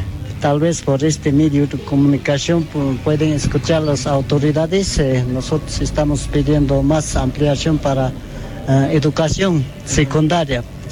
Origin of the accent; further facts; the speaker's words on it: San Marcos, Cochabamba, Bolivia; Yo soy de San Marcos. San Marcos.